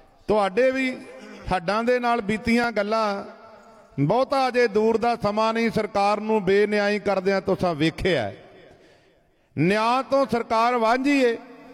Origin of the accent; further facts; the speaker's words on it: Amritsar, Punjab, India; ਮੇਰਾ ਇਲਾਕਾ ਹੈ ਅੰਮ੍ਰਿਤਸਰ ਅਤੇ ਅਜਨਾਲੇ ਦਾ, ਕੋਈ ਐਸਾ ਪਿੰਡ ਨਹੀਂ